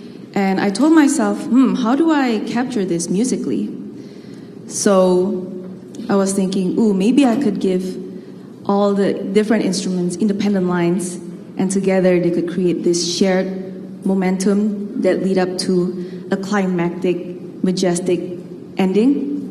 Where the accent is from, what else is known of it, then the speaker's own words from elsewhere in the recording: Indonesia; now in Los Angeles, United States; I'm a composer from Indonesia, now based in Los Angeles.